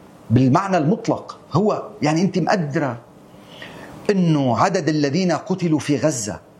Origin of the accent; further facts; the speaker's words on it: Lebanon; نحن كلبنانيين ما كان لنا علاقة بالحرب